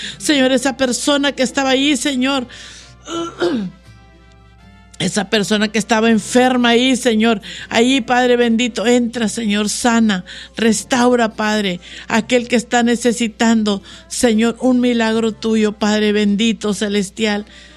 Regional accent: Mexico; tenemos muchos mexicanos que venimos de México y ese México no sale de nosotros.

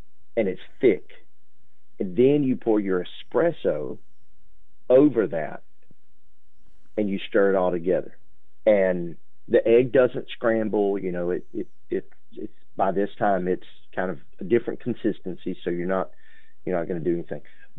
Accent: Florida, United States; See, I grew up in Florida

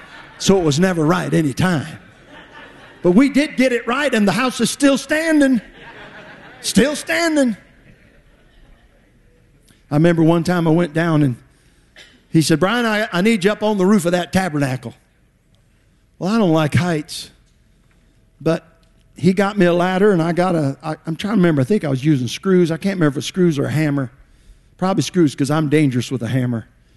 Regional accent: the North, United States; I was a Yankee as a Yankee can get.

